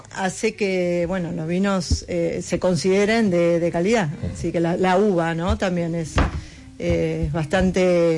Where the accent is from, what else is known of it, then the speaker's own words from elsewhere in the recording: Buenos Aires, Argentina; Yo soy de San Telmo, sí.